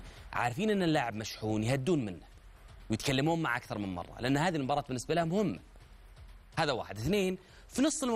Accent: Saudi Arabia; كلنا كسعوديين

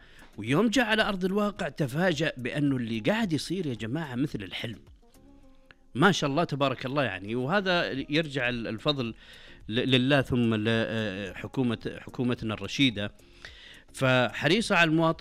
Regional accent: Saudi Arabia

